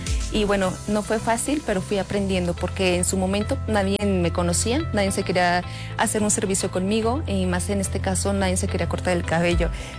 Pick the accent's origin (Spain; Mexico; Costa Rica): Mexico; Aguascalientes; soy del estado de Aguascalientes